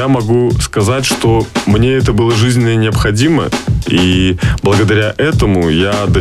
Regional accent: Minsk, Belarus; moved away as an adult; now in Varna, Bulgaria; Я сам родом из Минска. Предприниматель, занимаюсь бизнесом в сфере IT. В данный момент, третий год, я уже живу в Болгарии, в Варне.

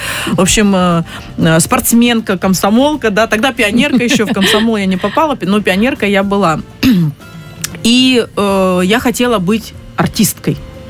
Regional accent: Novosibirsk, Novosibirsk Oblast, Russia; Я сама из Сибири, ну, из Новосибирска.

